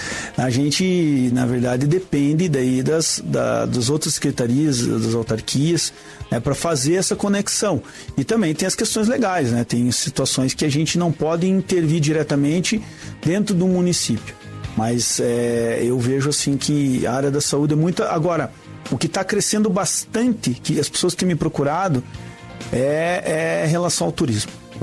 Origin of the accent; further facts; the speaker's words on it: São José dos Pinhais, Paraná, Brazil; also born or lived in Curitiba; Eu nasci no Hospital São Vicente, em Curitiba. Fui criado ali em São José dos Pinhais, no bairro Afonso Pena.